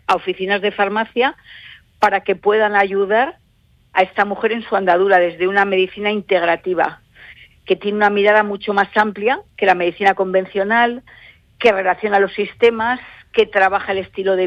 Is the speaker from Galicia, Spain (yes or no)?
no; Granada, Andalusia, Spain; y yo quería irme a Granada